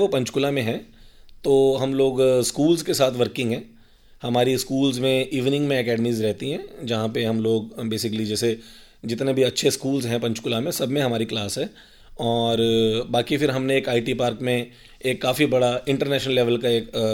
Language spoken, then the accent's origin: Hindi; Dhanaula, Punjab, India; also born or lived in Haryana; basically by birth मैं पंजाब से हूँ